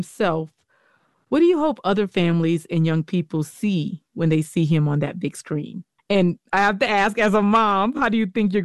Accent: New Orleans, Louisiana, United States; I'm from New Orleans

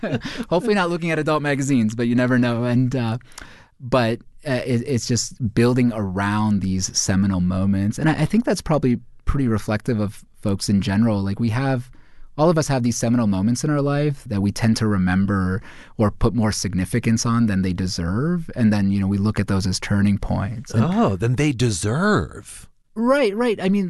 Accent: India; You know, of course, as an Indian author, my stories are about Indian folks, or at least this collection is

